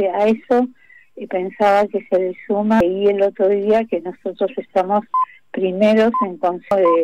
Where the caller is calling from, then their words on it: Buenos Aires, Argentina; Estoy de Montserrat.